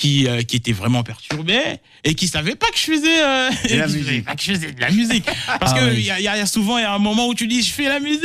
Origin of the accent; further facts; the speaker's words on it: DR Congo; parce que moi je viens du Congo. Il faut le dire, je viens d'Afrique, je viens du Congo.